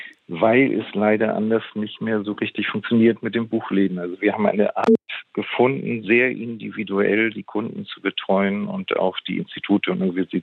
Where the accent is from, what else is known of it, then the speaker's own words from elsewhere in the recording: Hamburg, Germany; now in Lisbon, Portugal; Ja, ich komm aus Hamburg, aus einer Familie, wo die Wände alles eigentlich Bücherwände waren